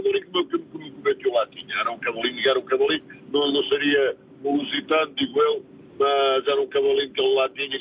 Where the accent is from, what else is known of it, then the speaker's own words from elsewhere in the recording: Lisbon, Portugal; born there; also born or lived in Caneças; Eu sou de Lisboa, nasci em Lisboa, na Alfredo da Costa.